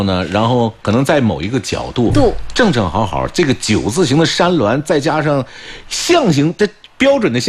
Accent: China

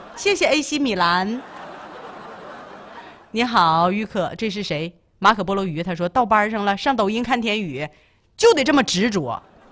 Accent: Liaoning, China; accent: northern Liaoning (Liaobei); 我主要吧还是说辽北的口音重一些，辽西这边口音呢稍微差一点。

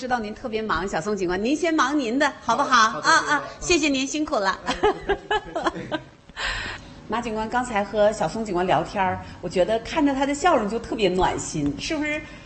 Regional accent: Jinzhou, Liaoning, China; 如果说站在我们这个锦州这个区域，咱们是锦州的名片，那要对外省的，我们就是辽宁的一张名片，对不对？

